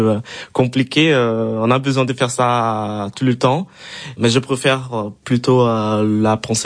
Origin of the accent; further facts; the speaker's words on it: Brazil; French is a second language; Et à ce moment-là, je me suis dit, ok, c'est pour moi en tant que Brésilien, ça semble un peu bizarre.